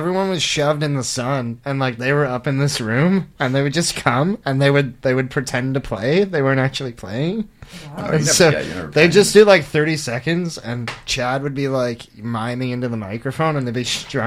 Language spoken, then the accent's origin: English; Ontario, Canada; We're also both from Ontario.